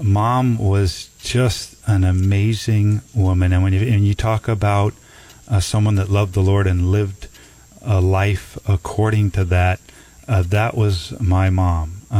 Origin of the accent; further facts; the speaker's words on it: Harbor Isle, New York, United States; also born or lived in Queens, New York; I actually grew up on a tiny island called Harbor Isle on the South Shore of Long Island.